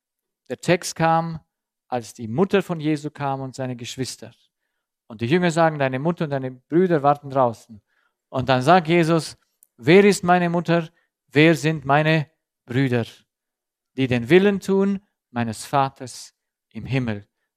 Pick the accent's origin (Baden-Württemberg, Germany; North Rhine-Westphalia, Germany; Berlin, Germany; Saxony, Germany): Saxony, Germany; Ich sehe mich als Deutscher.